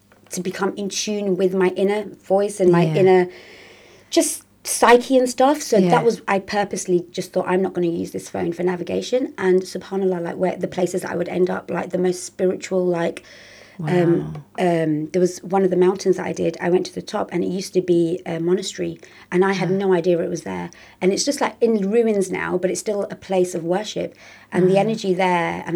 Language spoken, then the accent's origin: English; Yorkshire and the Humber, United Kingdom; born there; I was born in Yorkshire, so up north.